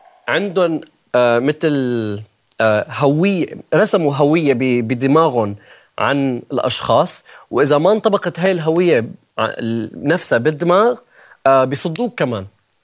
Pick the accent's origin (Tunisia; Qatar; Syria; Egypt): Syria; moved away; أحياناً بعرف عن نفسي كسوري، أحياناً بعرف عن نفسي للأسف كلاجئ، لأنه هي يعني مثل status.